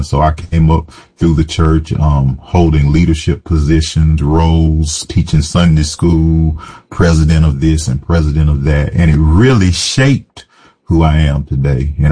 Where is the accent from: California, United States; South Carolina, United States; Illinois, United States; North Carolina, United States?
South Carolina, United States; Rock Hill; accent: Southern; now in New Haven, United States; My childhood, it was in Rock Hill, South Carolina. It was a very humble beginning, country boy at heart. And so I grew up in a community where we had our own farm.